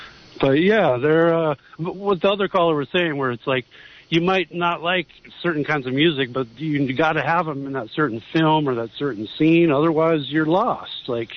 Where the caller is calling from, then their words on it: Monterey, California, United States; from Monterey and beyond.